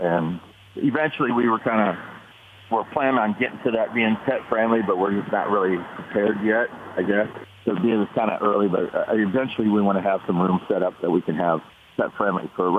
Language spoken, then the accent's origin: English; Dallas, South Dakota, United States; moved away as an adult; also born or lived in Los Angeles, California; now in Gregory, United States; I was born and raised in Dallas, South Dakota, and joined the military and went all over the world, I guess, traveled, and then ended up retiring as a mail carrier out of Los Angeles, California. Then I ended up moving back here.